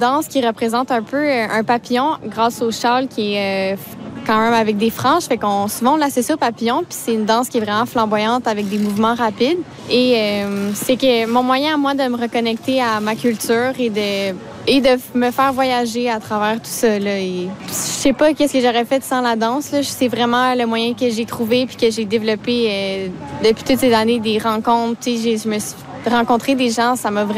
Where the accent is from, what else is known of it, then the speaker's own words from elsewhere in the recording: Cacouna, Quebec, Canada; Moi, je suis Wolastoqui de Kakuna, fait que je viens de la Première Nation Wolastoqui Kwasibeguk.